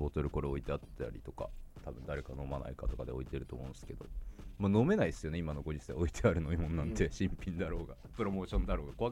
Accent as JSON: {"language": "Japanese", "town": "Yokohama", "region": "Kanagawa", "country": "Japan", "tie": "born or raised there", "said": "俺の地元の中区とか横浜中区とかの市街、"}